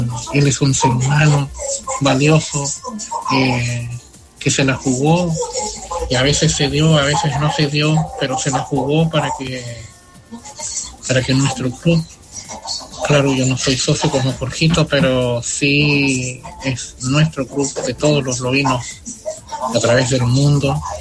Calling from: Osorno, Los Lagos, Chile; Desde Osorno les saluda … músico también

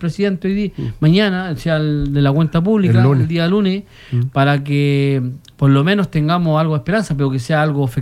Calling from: Chile; nosotros como pueblo chileno

